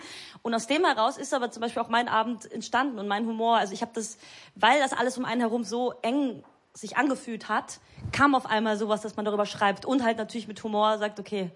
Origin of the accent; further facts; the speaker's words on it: Vienna, Austria; now in Berlin, Germany; Ich hatte das auch, ich komme halt aus Wien und ich wollte halt weg aus Wien und bin dann nach Neukölln.